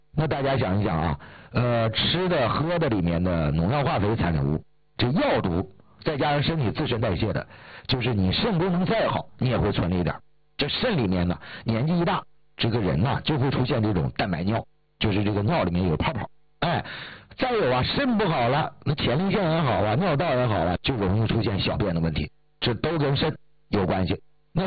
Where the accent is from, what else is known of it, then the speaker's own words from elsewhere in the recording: Northeast China, China; moved away; 以前是东北。生活土生土长的，家里也是炕，